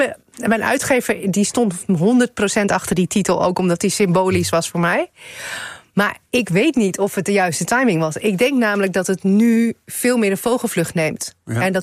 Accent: Leeuwarden, Friesland, Netherlands; Ik ben opgegroeid in Leeuwarden in Friesland, ja, met een Surinaamse moeder.

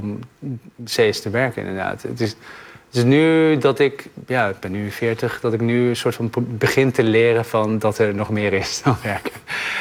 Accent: North Brabant, Netherlands; also born or lived in Middelburg; Ja, ik ben geboren in Middelburg, weet je wel, opgegroeid in Brabant.

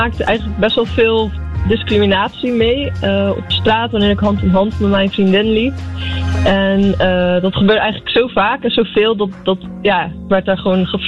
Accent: Zeeland, Netherlands; also born or lived in Breda

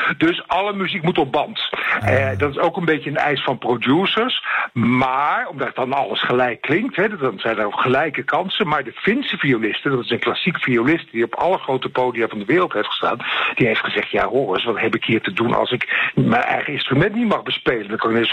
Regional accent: Netherlands; En wie nou mocht hopen dat ik als Nederlander of dat iemand uit Ierland of iemand uit Spanje een positief of negatief wordt bejegend

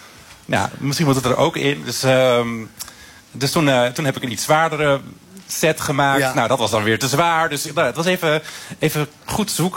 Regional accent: Friesland, Netherlands; ik kom uit Friesland. Tim uit Zwolle. En ik woonde toen in Groningen.

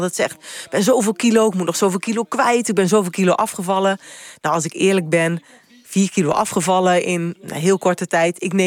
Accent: Netherlands; Tuurlijk was ik blij als Nederlander dat Olaf Kooi wint

